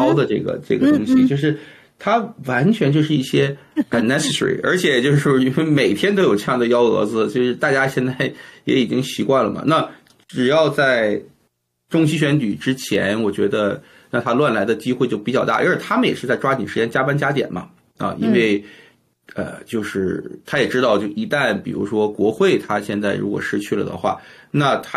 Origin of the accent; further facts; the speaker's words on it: Canada; 所以我作为加拿大人，实际上我们应该是很希望美国好的，因为美国好我们这边才好嘛